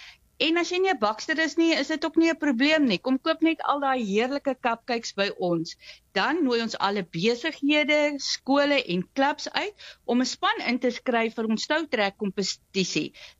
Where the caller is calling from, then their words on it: Empangeni, KwaZulu-Natal, South Africa; Goeiemôre Sue, dis … ek is van Empangeni. Ons is so katspoegie weg van Richards Bay af, hier in die lekker warm KwaZulu-Natal.